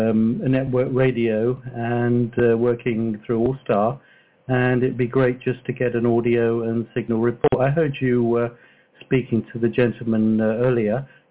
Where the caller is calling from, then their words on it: London, United Kingdom; And I'm in North London. I'm calling you from North London.